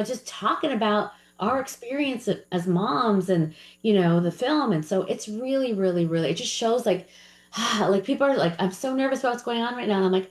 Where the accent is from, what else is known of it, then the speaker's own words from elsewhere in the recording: New York, United States; I think, look, I'm a New Yorker.